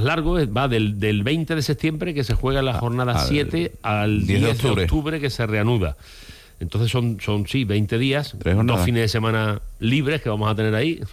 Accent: Seville, Andalusia, Spain; Yo soy de Sevilla

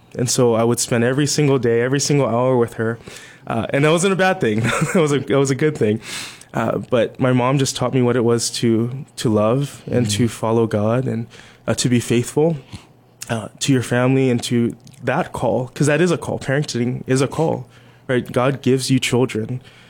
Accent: Ewa Beach, Hawaii, United States; Eva Plantation.

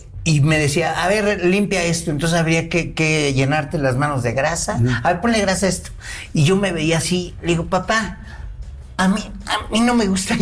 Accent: Mexico City, Mexico; Soy de Santa Julia, Polanco y Anexas.

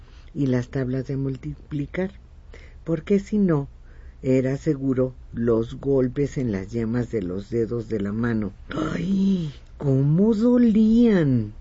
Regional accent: Xolox, State of Mexico, Mexico; born or raised there

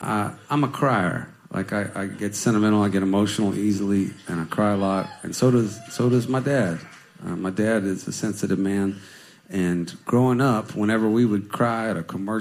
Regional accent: Houston, Texas, United States; moved away; I'm a seventh generation Texan. I'm from Houston, Texas originally. And my mother was from Waco, Texas. I mean, from Houston, Texas. And my dad was from Waco, Texas.

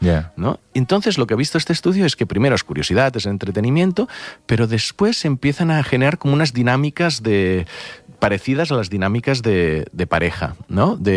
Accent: Catalonia, Spain; mira que soy del Delta del Ebre, allí mosquitos, sí, cuando dejan de fumigar...

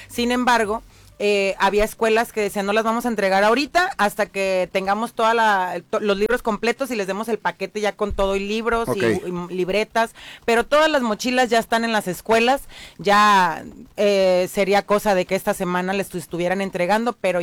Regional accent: Tecomán, Colima, Mexico; now in Colima, Mexico; yo soy de Tecomán, ya adoptada aquí en la ciudad de Colima.

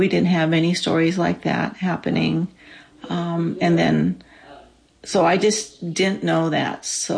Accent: Montana, United States; I grew up on the Fort Peck Reservation, but my father had been to three boarding schools from age 5 till he finished high school.

